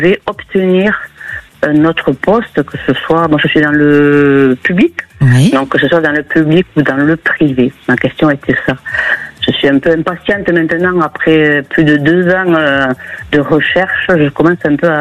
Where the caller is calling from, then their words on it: Occitanie, France; De Haute-Garonne.